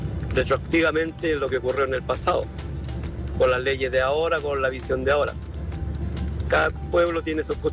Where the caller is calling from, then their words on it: Temuco, Araucanía, Chile; aquellos que vivimos en el campo, en los pueblos. Y en las ciudades, ahora que vivo en la ciudad de Temuco.